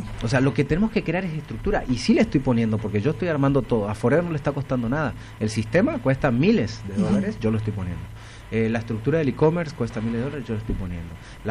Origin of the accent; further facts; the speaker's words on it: Argentina; now in Mexico; soy argentino, tengo 20 años en México, soy director de un corporativo.